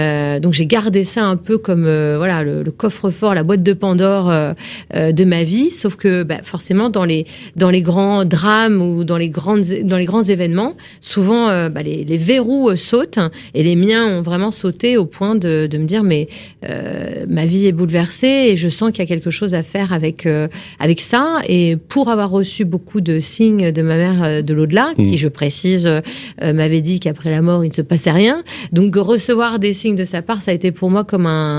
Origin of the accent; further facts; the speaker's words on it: Normandy, France; moved away; also born or lived in Brittany; Je viens de la Normandie. Je suis normando-bretonne. J'y tiens.